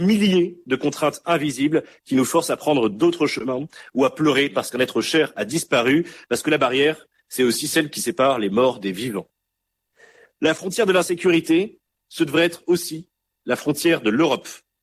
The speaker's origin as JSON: {"language": "French", "country": "France"}